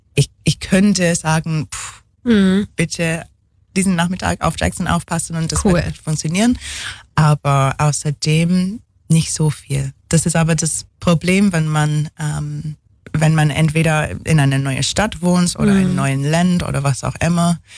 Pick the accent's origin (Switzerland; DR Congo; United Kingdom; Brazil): United Kingdom; England; German is a second language; now in Ulm, Germany